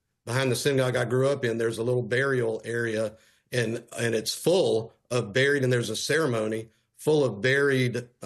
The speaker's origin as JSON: {"language": "English", "region": "the South", "country": "United States", "tie": "born or raised there", "said": "I grew up, and you can tell by my accent, I am not from New York. So I grew up in the Bible Belt in the South. And grew up very Jewish, though."}